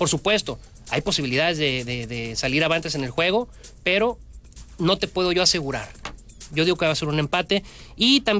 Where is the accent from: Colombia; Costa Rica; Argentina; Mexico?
Mexico